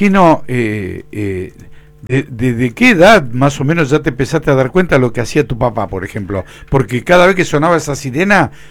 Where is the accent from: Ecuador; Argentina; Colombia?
Argentina; Ingeniero White, Buenos Aires Province; now in Bahía Blanca, Argentina; Para quienes crecimos, para quienes nacimos y nos desarrollamos en Ingeniero Guay, no es una institución más.